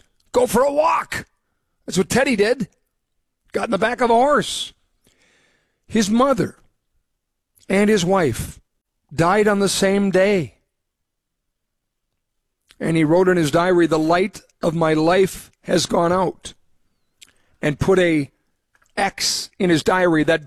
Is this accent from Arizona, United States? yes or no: no; Fargo, North Dakota, United States; They asked where I was from. I said, Fargo.